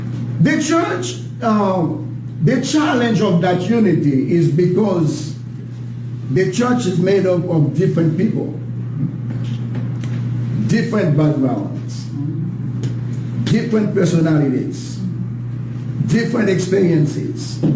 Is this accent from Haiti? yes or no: yes; Haiti; English is a second language; I came from Haiti.